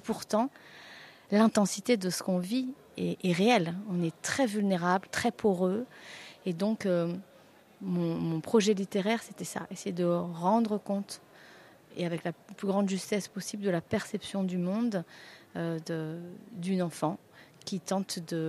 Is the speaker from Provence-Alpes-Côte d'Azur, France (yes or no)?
yes; Grasse, Provence-Alpes-Côte d'Azur, France; moved away as an adult; also born or lived in Paris / Vietnam / Philippines; je viens de Grasse, j'ai fait mes études à Paris